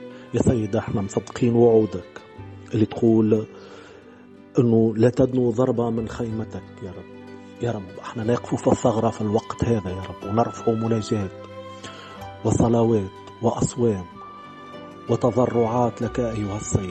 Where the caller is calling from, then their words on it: Tunisia; من تونس، مؤمن بالمسيح